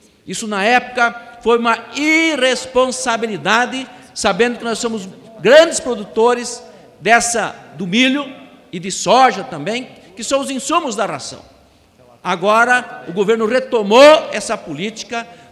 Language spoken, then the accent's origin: Portuguese; Toledo, Paraná, Brazil; born there; ao povo do Paraná, ao povo da cidade onde eu nasci, o povo de Toledo.